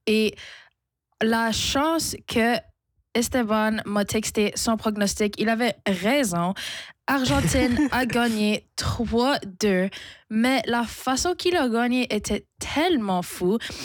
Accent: Morocco; je suis marocaine et j'adore mon pays

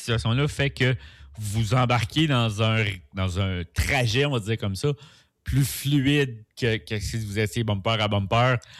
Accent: Trois-Rivières, Quebec, Canada; born there; quand je suis né

